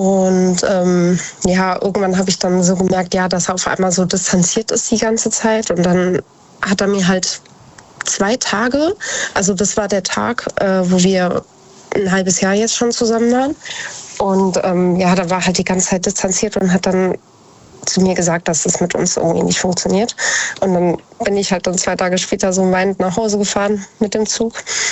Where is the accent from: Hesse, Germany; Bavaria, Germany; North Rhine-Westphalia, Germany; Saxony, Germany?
Hesse, Germany; Idstein; born or raised there